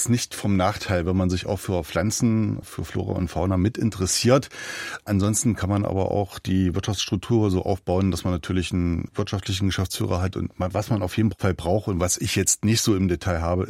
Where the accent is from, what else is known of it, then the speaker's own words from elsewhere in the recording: Leinefelde, Thuringia, Germany; Ich bin selber in Leinefelde groß geworden als Kind, habe im Plattenbau gelebt und habe nach der Wende die Innovation des Stadtumbaus erfahren können.